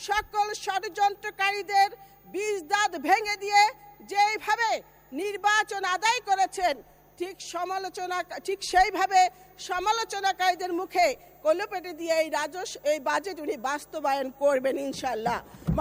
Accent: Feni, Chittagong Division, Bangladesh; আমরা ফেনীর মানুষ

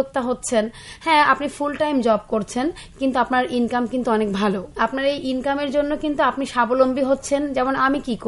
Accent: Rajshahi Division, Bangladesh; যেহেতু আমি রাজশাহীতে বড় হয়েছি, বলতে গেলে গ্রামই, রাজশাহীতে বড় হয়েছি।

